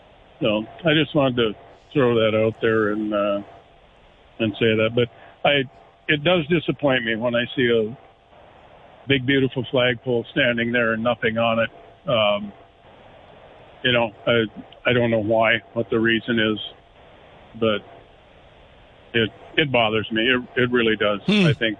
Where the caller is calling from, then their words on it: United States; that type of thing bothers me as an American.